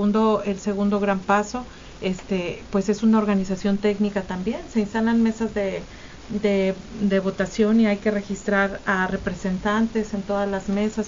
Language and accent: Spanish; Mexico; Esperemos que nos vaya muy bien como mexicanos